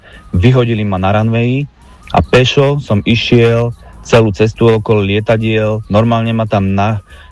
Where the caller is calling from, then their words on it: Bojnice, Trenčín Region, Slovakia